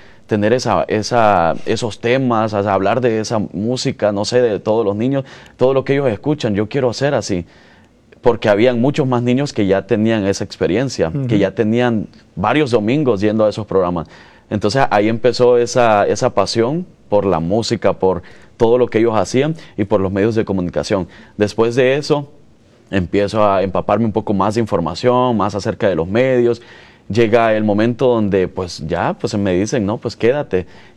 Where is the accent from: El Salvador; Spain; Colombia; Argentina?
El Salvador; Nueva Concepción, Chalatenango; born or raised there; now in United States